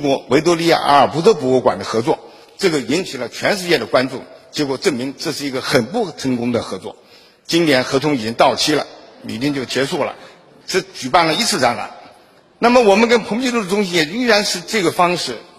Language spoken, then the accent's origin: Chinese; China; 作为中国人我感到非常的自豪